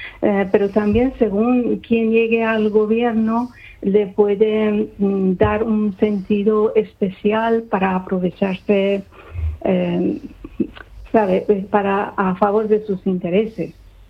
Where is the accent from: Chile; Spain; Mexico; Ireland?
Spain; Y tú antes decías que yo como español pues tengo un punto de vista, digamos, más a favor de lo que hizo España ahí, ¿no?